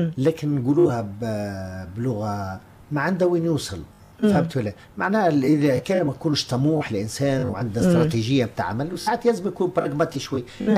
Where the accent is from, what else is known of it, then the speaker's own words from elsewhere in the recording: Tataouine Governorate, Tunisia; أغلبية الجنوبيين هنا بالخاصة تطاوين كلهم في الغربة.